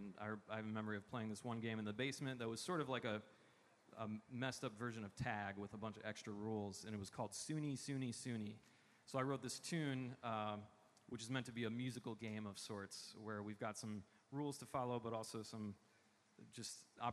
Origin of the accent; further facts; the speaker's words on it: Quad Cities, United States; So I'm from the Quad Cities. I grew up going to this festival.